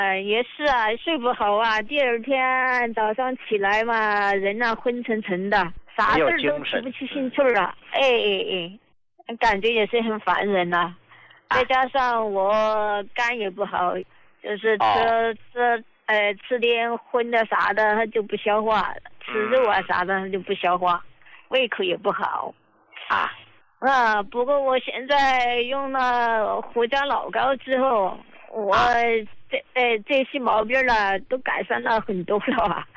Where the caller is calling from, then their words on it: Chongqing, China; 我是重庆这边的患者